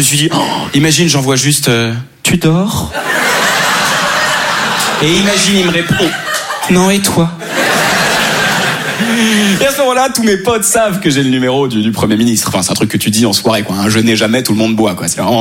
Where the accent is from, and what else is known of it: Switzerland; now in France